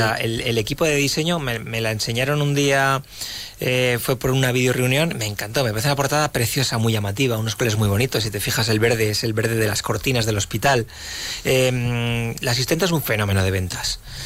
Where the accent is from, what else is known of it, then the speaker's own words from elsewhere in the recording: Alcanadre, La Rioja, Spain; me hace mucha ilusión estar en mi pueblo.